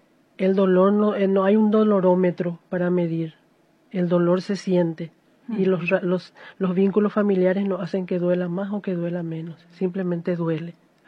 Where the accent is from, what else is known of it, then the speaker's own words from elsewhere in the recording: Trinidad, Beni, Bolivia; born there; porque yo nací en Trinidad, al igual que las personas que están acá. Nosotros somos trinidenses de alma, corazón y vida.